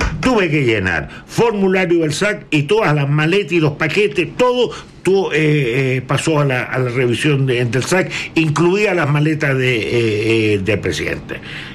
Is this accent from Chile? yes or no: yes; Chile